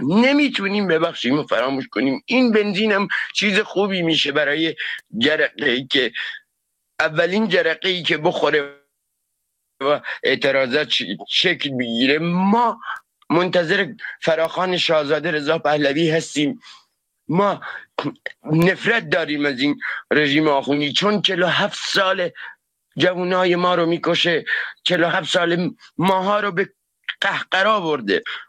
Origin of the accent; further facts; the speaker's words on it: Sanandaj, Kurdistan, Iran; من اون موقع تو سنندج بودم، من بچه کردستانم، بچه سنندجم.